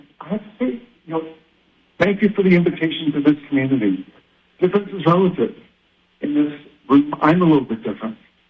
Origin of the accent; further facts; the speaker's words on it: Calgary, Alberta, Canada; I grew up in Calgary, although my parents are from Lethbridge.